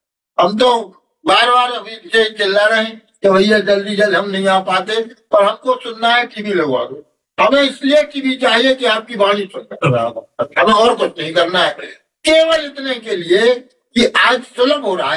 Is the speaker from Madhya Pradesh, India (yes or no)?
yes; Orchha, Madhya Pradesh, India; ओरछा मंडल का रहने वाला हूँ और हमारे पूर्वज ओरछा में लाए गए थे